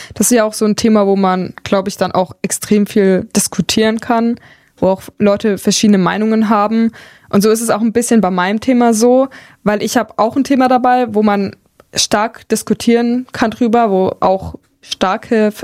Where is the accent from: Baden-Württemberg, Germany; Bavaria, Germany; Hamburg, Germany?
Baden-Württemberg, Germany; Ich bin nämlich tatsächlich in der Nähe von Stuttgart auch aufgewachsen.